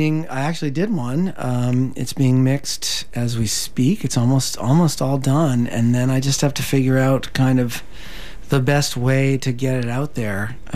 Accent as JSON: {"language": "English", "town": "Boston", "region": "Massachusetts", "country": "United States", "tie": "born or raised there", "said": "I grew up in the Boston area"}